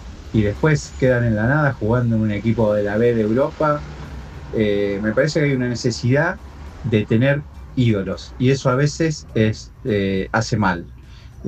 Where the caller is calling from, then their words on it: San Martín, Argentina; de San Martín.